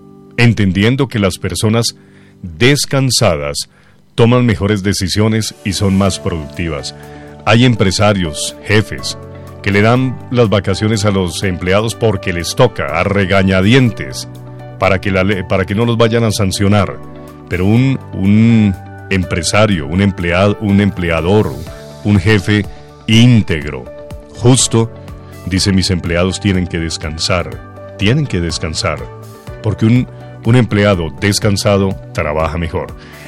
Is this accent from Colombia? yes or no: yes; Colombia; Decir que somos colombianos y que Colombia es un buen vividero